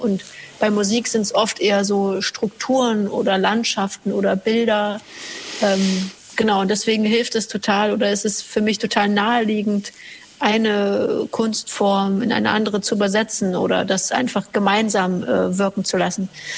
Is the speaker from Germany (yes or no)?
yes; Halle, Saxony-Anhalt, Germany; dieses erste Programm, Vertraute Orte, befasst sich mit Orten meiner Kindheit und Jugend in Halle, dort bin ich aufgewachsen.